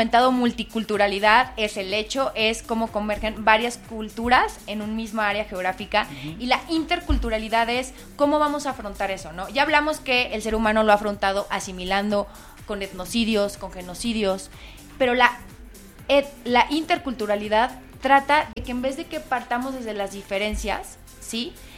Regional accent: San Luis Potosí, Mexico; nosotras que somos potosinas

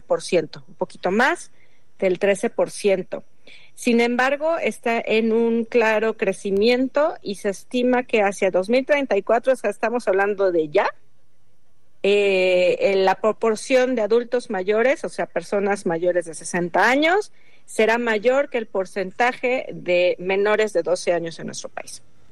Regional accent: Mexico

